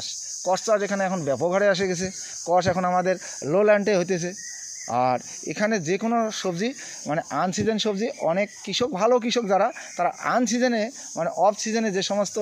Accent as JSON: {"language": "Bangla", "region": "West Bengal", "country": "India", "said": "আমাদের উত্তরবঙ্গ"}